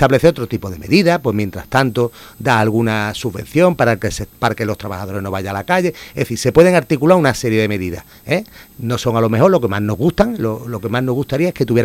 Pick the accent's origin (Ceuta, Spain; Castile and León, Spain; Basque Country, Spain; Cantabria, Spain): Ceuta, Spain; yo soy de Ceuta y recuerdo la Almadraba